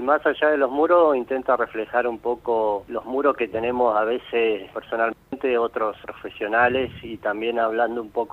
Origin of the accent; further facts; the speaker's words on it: Ibicuy, Entre Ríos, Argentina; Yo soy nacido y criado en Ibicuí, en Isla del Ibicuí, provincia de Entre Ríos.